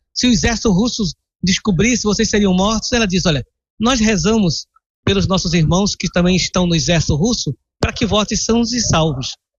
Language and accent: Portuguese; Northeast Region, Brazil; Eu sou do Nordeste, né? Eu estou trabalhando no Nordeste